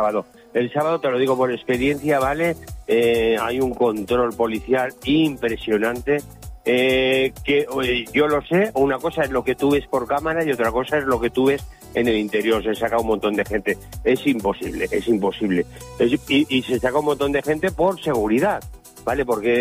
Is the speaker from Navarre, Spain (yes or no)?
yes; Pamplona, Navarre, Spain